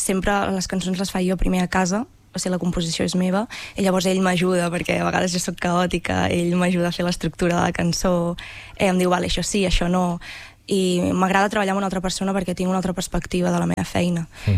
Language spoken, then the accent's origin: Catalan; Ribes de Freser, Catalonia, Spain; Sí, jo vaig néixer a Ribes i vaig estar a Ribes fins que vaig anar a fer el batxillerat a Vic